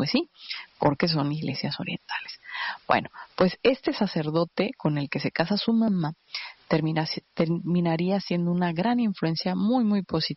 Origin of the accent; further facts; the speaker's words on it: Chihuahua, Mexico; me casé en la parroquia de San Charbel, en mi ciudad natal, en Chihuahua.